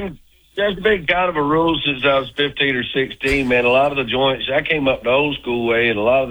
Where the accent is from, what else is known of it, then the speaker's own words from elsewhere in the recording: Georgia, United States; And growing up in Georgia, we didn't travel much. My mom was raised in Indiana, so we went there every now and then. But I spent most, if not dang near all my time in the South.